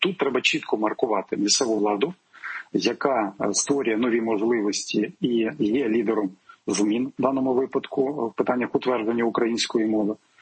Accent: Mykolaiv Oblast, Ukraine; Я уродженець Миколаївщини, але, вибачте, я працював і народним депутатом України, я співавтор мовного закону і став першим уповноваженим на захисту державної мови.

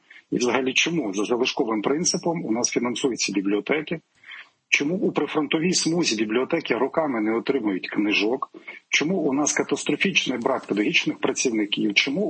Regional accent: Mykolaiv Oblast, Ukraine; Я уродженець Миколаївщини, але, вибачте, я працював і народним депутатом України, я співавтор мовного закону і став першим уповноваженим на захисту державної мови.

